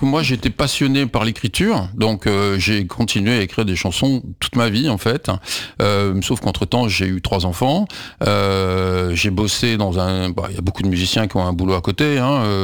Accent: France; mais sauf que nous on est français, on veut être compris

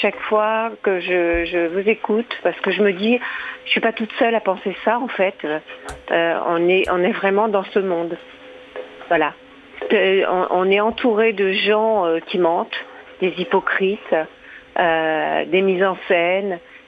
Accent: France; born there; Je suis née en France, de parents maghrébins qui ont donné leur vie pour la France

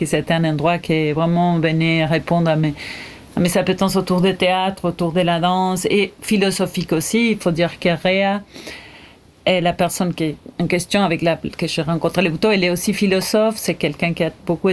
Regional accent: Entre Ríos, Argentina; also born or lived in Córdoba; Ben oui, ben, je peux dire que je suis née à Cordoba. Après, j'ai grandi plus en Entre Ríos, justement du côté de l'Uruguay

